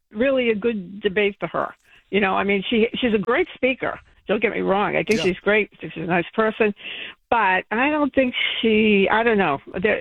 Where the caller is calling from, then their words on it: Cambridge, Massachusetts, United States; where are you from? And I said, Cambridge.